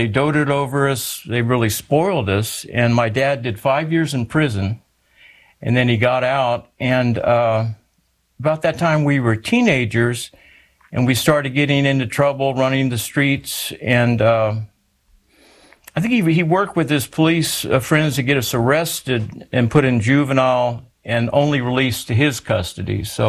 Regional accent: San Antonio, Texas, United States; born there

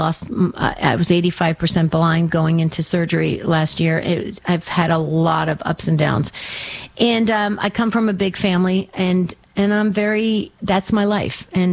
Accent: New Jersey, United States; moved away as an adult; now in Arizona, United States; I'm 100% Sicilian. I was born and raised in New Jersey. I live in Arizona because I moved out from New Jersey to come to college in Arizona, and I stayed in Arizona.

